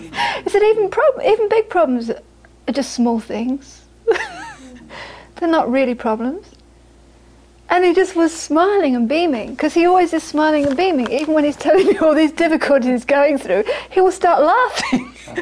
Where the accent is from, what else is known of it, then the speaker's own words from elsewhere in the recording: India; because I'm coming from India, and I said, I'm just wondering